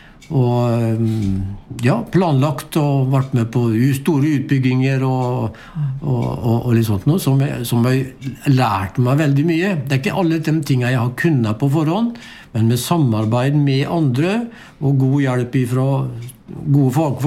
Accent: Sarpsborg, Østfold, Norway; Så når vi ute og folk spør hvor vi kommer ifra, så sier jeg Skjeberg. Ja. Men så må jeg liksom innimellom følge til, da, det altså i nærheten av Sarpsborg kommune.

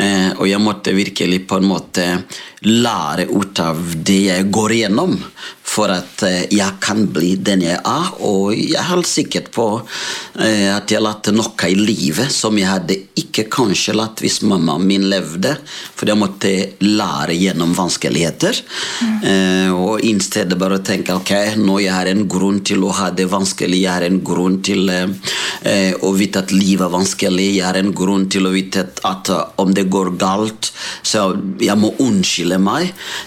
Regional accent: Burundi; Norwegian is a second language; now in Molde, Norway; Jeg kommer opprinnelig fra Burundi, men når folk spør meg sånn, jeg pleier å si at vi alle sammen er fra himmelen først og fremst, så gjennom Burundi da, da kom jeg til verden, fordi mine foreldre var fra Burundi.

